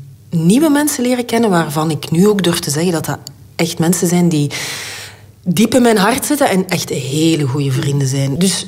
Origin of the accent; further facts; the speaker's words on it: Ghent, Flanders, Belgium; Ik ben van Gent en Sam is van Leuven.